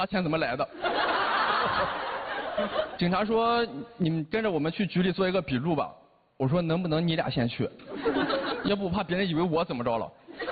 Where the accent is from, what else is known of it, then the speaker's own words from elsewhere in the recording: Shandong, China; 因为我们山东人平时说话就倒装。